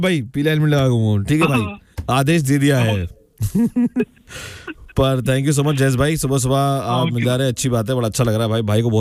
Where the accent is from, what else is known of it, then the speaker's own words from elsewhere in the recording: Delhi, India; मैं जहाँ से आता हूँ दिल्ली पटला उसे